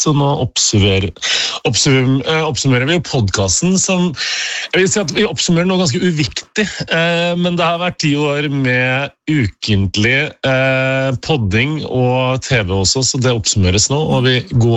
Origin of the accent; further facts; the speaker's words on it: Trøndelag, Norway; For det første så har jeg mistet dialekten min. Jeg er jo trønder egentlig.